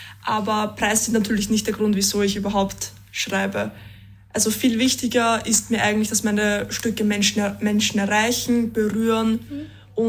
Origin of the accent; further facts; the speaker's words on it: Tyrol, Austria; now in Ireland; Ich liebe Tirol, es ist meine Heimat, aber manchmal würde ich sagen, braucht man Abstand